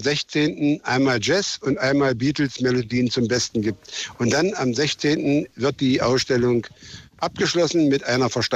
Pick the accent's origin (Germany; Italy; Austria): Germany; Magdeburg, Saxony-Anhalt; wir waren ja als Magdeburger nahe dran und hatten immer super Empfang.